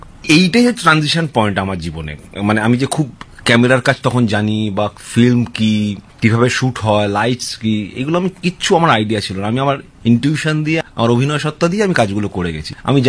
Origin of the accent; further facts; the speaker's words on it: West Bengal, India; now in Kolkata, India; আমি একটা মফস্বলের ছেলে, মফস্বলে থিয়েটার করা, তারপর কলকাতা এসে থিয়েটার করছি